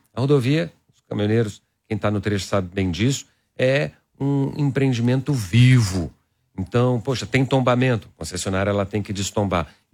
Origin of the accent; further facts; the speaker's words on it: Belo Horizonte, Minas Gerais, Brazil; Eu sou mineiro, de Belo Horizonte